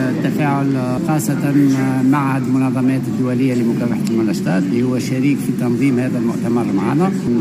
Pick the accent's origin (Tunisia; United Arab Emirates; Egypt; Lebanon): Tunisia; الحمد لله في تونس احنا